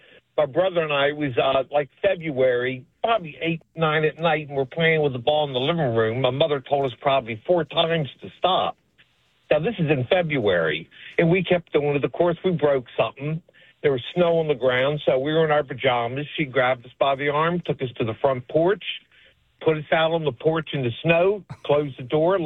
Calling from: Harford County, Maryland, United States; No, I'm from Harford County.

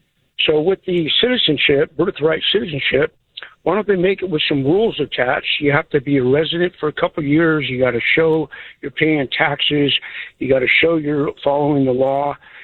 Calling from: California, United States; And I live in California.

